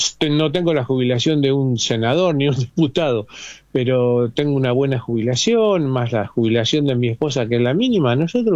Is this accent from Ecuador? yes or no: no; Rosario, Santa Fe, Argentina; born there; Sí, los dos, mi señora también, los dos nacimos en Rosario.